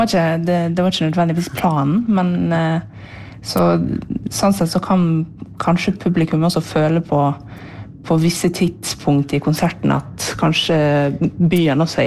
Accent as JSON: {"language": "Norwegian", "town": "Ålesund", "region": "Møre og Romsdal", "country": "Norway", "tie": "born or raised there", "moved": "yes", "said": "hjemme i Ålesund efter att jag flyttade därifrån"}